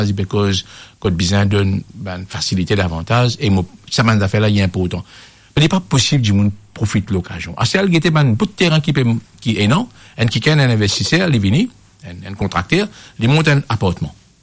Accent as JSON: {"language": "French", "country": "Mauritius", "said": "nous, le Mauricien, allons dans notre pays, allons sourire dans notre pays"}